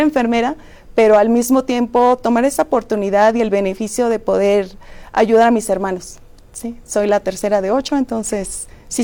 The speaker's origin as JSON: {"language": "Spanish", "town": "Irapuato", "region": "Guanajuato", "country": "Mexico", "said": "soy de Irapuato, Guanajuato, no muy lejos, pero mis padres son de una condición humilde."}